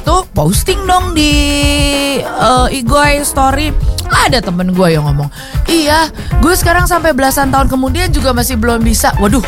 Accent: Manado, North Sulawesi, Indonesia; gue Manado

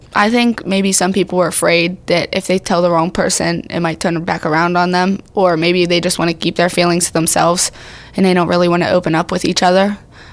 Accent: South Allegheny, Pennsylvania, United States; I'm 14, and I'm from South Allegheny.

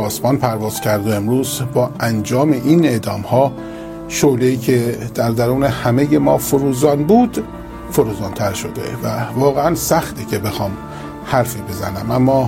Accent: Isfahan, Iran; من که خودم اهل اصفهان هستم

